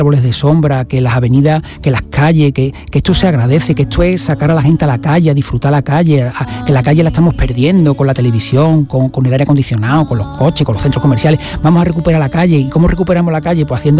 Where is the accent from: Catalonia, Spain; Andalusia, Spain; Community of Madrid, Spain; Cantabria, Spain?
Andalusia, Spain; Gerena; a mi pueblo, a Gerena